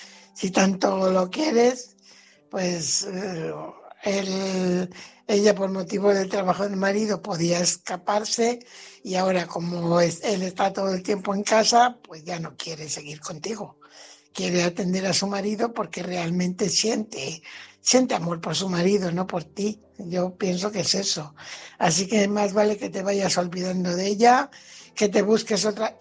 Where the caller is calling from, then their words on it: Fuenlabrada, Community of Madrid, Spain; corresponsal de Fuenlabrada.